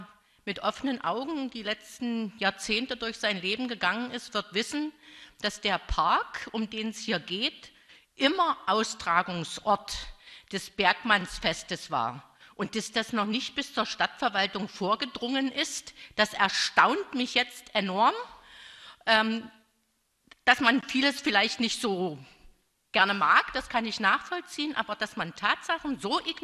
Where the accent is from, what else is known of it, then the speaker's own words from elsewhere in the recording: Bitterfeld, Saxony-Anhalt, Germany; born there; Ich bin in Bitterfeld geboren. Das liegt gleich neben Holz, weiß ich.